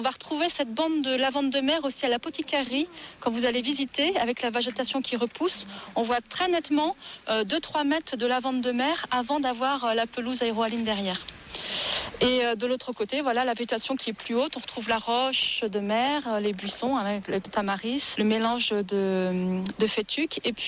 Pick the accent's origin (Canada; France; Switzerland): France; Pornichet, Pays de la Loire; now in Belle-Île-en-Mer, France; Je viens du côté de Pornichet, un peu plus urbanisé qu'ici.